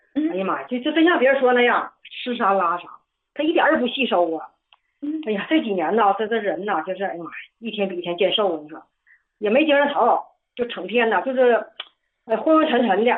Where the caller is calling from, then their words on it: Shenyang, Liaoning, China; 我是沈阳的。